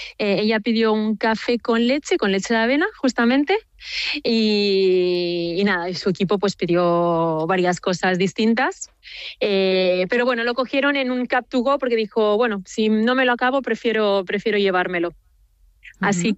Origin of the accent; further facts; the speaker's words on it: Barcelona, Catalonia, Spain; now in Paris, France; Es verdad que yo siendo española de Barcelona siempre había pensado, yo llevo 13 años en París